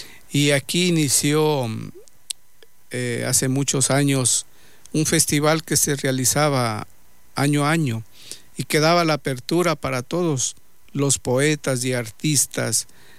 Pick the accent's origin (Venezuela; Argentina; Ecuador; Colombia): Ecuador; Loja; moved away; a mi tierra natal, a mi Loja